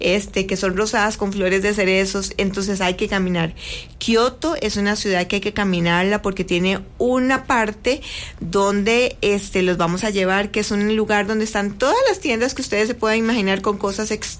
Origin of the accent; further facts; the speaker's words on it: Costa Rica; la gente va aprendiendo que los impuntuales somos los ticos